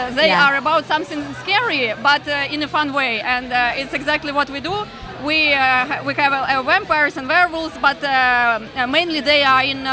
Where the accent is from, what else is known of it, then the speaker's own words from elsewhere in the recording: Kyiv, Ukraine; No, we are from Ukraine.